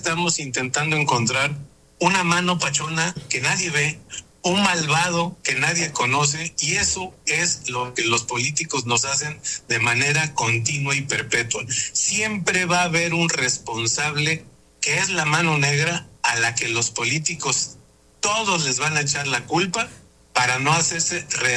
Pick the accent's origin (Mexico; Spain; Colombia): Mexico